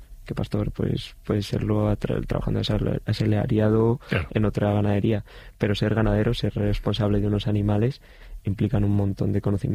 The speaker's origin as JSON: {"language": "Spanish", "town": "Cerceda", "region": "Galicia", "country": "Spain", "tie": "born or raised there", "said": "yo, viviendo en Cerceda, vivía en mi pueblo, pero ya naciendo en 2001, pues tenías como la posibilidad de vivir en tu casa y en tu habitación, más que vivir en el pueblo, ¿no?"}